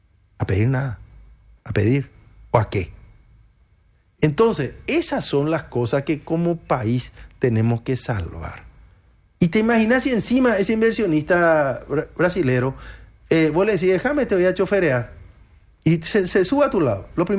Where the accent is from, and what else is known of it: Paraguay